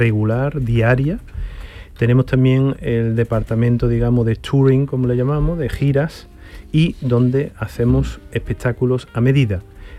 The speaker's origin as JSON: {"language": "Spanish", "town": "Seville", "region": "Andalusia", "country": "Spain", "said": "Sevilla para mí, pues claro, es algo especial porque yo soy de Sevilla"}